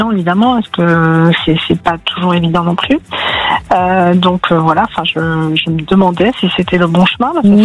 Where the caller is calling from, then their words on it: Occitanie, France; moi, je suis à côté de 7, dans l'Hérault.